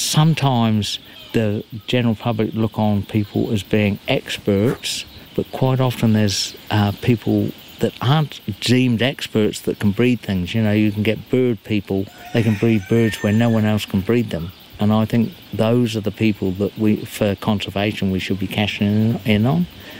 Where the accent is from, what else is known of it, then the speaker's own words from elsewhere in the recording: United Kingdom; now in New Zealand; I was brought up in Great Britain, and I was lucky enough we had a school farm.